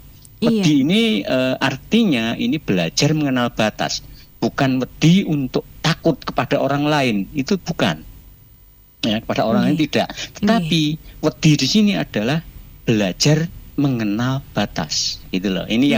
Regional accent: Java, Indonesia; kita ini orang Jawa

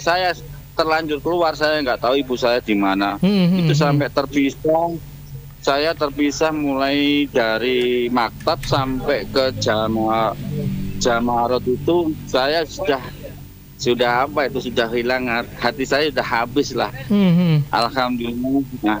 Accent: East Java, Indonesia; born there; now in Sawahan, Nganjuk, Indonesia; Kelahiran Ngeronggo, cuma domisili di Sawahan.

